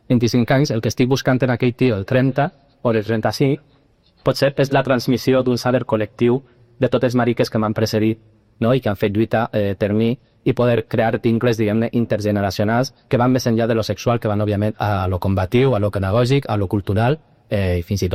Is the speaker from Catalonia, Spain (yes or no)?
no; Cuenca, Castilla-La Mancha, Spain; jo vaig estudiar periodisme, soc de Cuenca, però vaig estudiar així a Blasco Ibáñez, a València, periodisme.